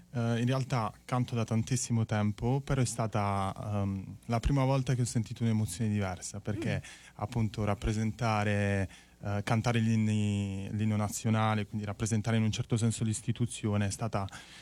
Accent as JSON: {"language": "Italian", "town": "Altamura", "region": "Apulia", "country": "Italy", "said": "siamo entrambi pugliesi, ragazzi pugliesi, veniamo da Altamura."}